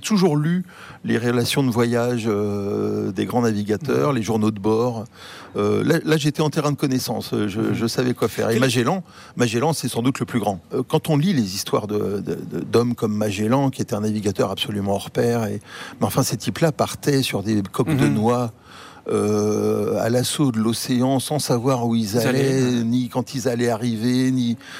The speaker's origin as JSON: {"language": "French", "country": "Martinique", "tie": "born or raised there", "also_born_or_lived": "Rouen, France", "moved": "yes", "said": "je suis né à Rouen, donc les Normands, de toute façon, sont des grands navigateurs, des voyageurs, et j'ai grandi à la Martinique"}